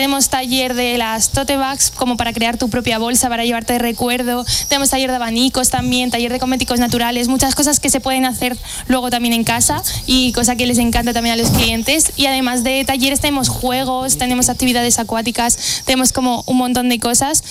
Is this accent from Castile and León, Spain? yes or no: no; Madrid, Community of Madrid, Spain